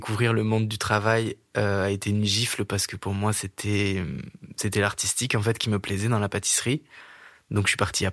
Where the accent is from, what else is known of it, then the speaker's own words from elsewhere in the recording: Occitanie, France; J'ai pas mal bougé parce que j'ai grandi en Aveyron, mais au divorce de mes parents, ma mère a été mutée à gauche à droite avec son travail.